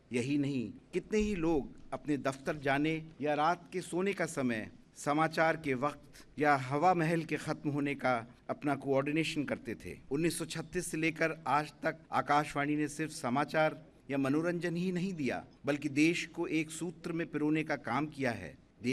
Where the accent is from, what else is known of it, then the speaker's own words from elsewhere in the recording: Allahabad, Uttar Pradesh, India; born there; वास्तव में मैं ऑल इंडिया रेडियो इलाहाबाद के गीतों के साथ पला बड़ा हूँ।